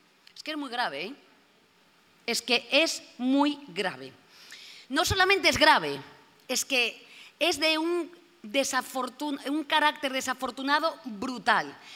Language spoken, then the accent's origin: Spanish; Galicia, Spain; en mi país, en Galicia